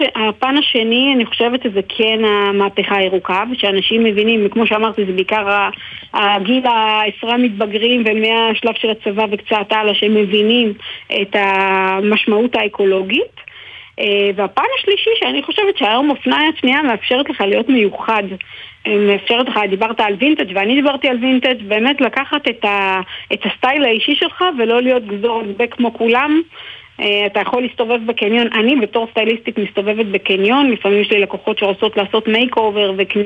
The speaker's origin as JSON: {"language": "Hebrew", "region": "Northern District", "country": "Israel", "said": "באזור הצפון ממנו אני באה"}